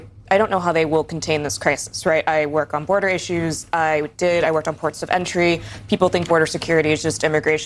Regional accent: New Mexico, United States; my home state of New Mexico, one of the more rural and impoverished states in this country.

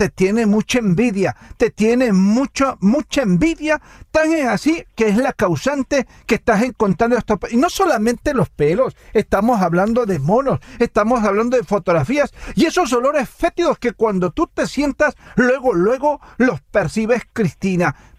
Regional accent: Catemaco, Veracruz, Mexico; Y de donde yo vengo, en Catemaco, Veracruz, no andamos por las ramas.

